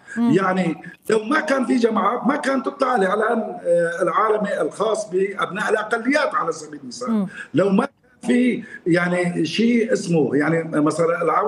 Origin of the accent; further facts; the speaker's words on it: Syria; وانا سوري